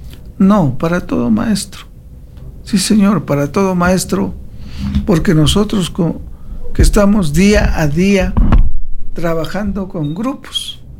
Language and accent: Spanish; Ecuador